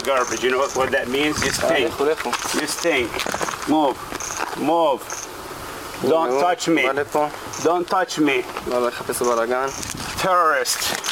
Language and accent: English; Qusra, West Bank, Palestine; now in United States; I was born and raised in Kusra. My mother, 83 years old, is still in Kusra.